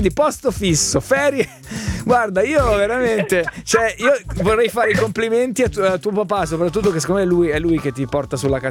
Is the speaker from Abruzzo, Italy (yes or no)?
yes; Pescara, Abruzzo, Italy; nella mia terra, il mio Abruzzo fantastico. Io sono di Pescara.